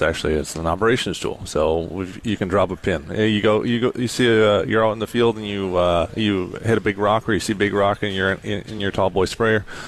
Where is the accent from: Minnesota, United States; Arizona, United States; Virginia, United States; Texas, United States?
Minnesota, United States; now in North Dakota, United States; up in central Minnesota on a dairy farm. Now I'm more North Dakotan than I am Minnesotan, because I think I just crossed half my life in North Dakota now.